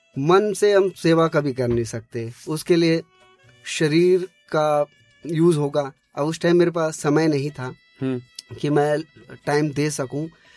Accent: Uttar Pradesh, India; moved away; मैं ज्यादातर जैसे यूपी से बिलोंग करा

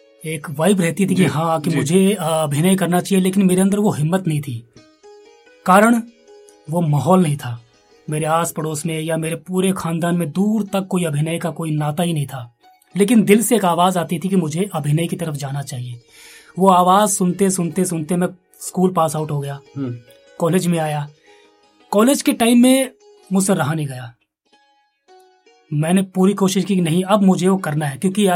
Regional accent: Shahabad Markanda, Haryana, India; also born or lived in Ambala Cantonment; जी sir, Kurukshetra के एक छोटे से शहर शाहबाद मारकंडा, ज्यादातर जो हमारे लिसनर्स हैं उन्होंने सुना ही होगा, मैं वहां का रहने वाला हूँ। वहीं पे मेरी पैदाइश, वहीं पे मेरी पढ़ाई और लगभग सब कुछ मेरा वहीं पे हुआ है।

